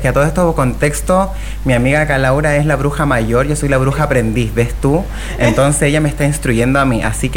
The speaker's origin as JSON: {"language": "Spanish", "region": "Antofagasta", "country": "Chile", "said": "Si yo soy de Antofagasta, entonces ¿yo qué soy?"}